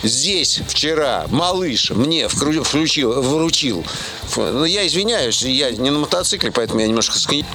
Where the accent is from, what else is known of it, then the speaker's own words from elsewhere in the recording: Moscow Oblast, Russia; А откуда? Откуда? Из Подмосковья